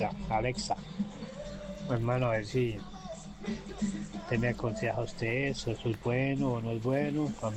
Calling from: Guápiles, Limón, Costa Rica; Soy aquí de Guapo

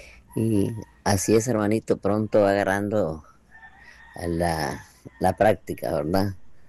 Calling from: Paso Canoas, Puntarenas, Costa Rica; de Paso Canoas

